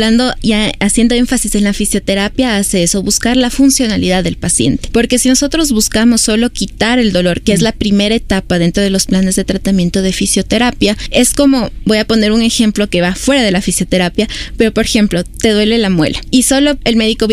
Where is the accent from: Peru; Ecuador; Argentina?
Ecuador; nosotros como cultura latina, como cultura ecuatoriana